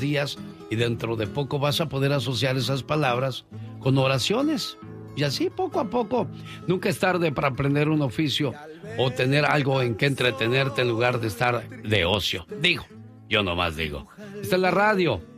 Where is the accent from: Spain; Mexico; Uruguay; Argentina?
Mexico; Tlalpan, Mexico City; Yo soy del DF. De Tlalpan, específicamente, donde nació el caldo tlalpeño. Tengo recuerdos de cuando vivía allá con mis papás.